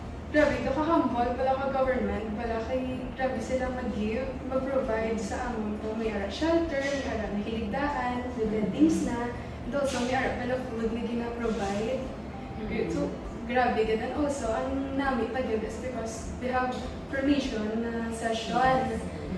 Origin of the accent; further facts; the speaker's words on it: Silay City, Negros Occidental, Philippines; I'm from Silayo City.